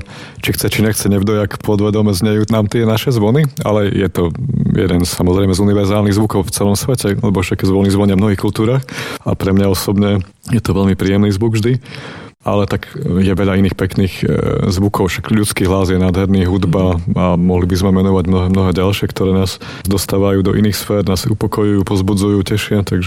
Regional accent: Košice, Košice Region, Slovakia; Ja som mal to šťastie ako Košičan, že som vtedy končil vysokú školu v Trnave

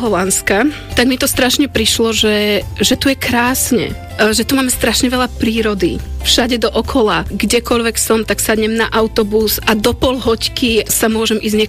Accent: Bratislava, Bratislava Region, Slovakia; moved away as an adult; also born or lived in United States / Brno; pochádzam z Bratislavy, narodila som sa v Bratislava 1, rovno na Zochovej nemocnici

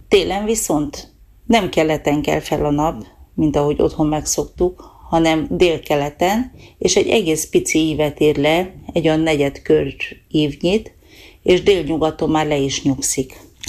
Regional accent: Transylvania, Romania; now in Norway; Erdélyből jöttem ki, mi annak idején úgy tanultuk

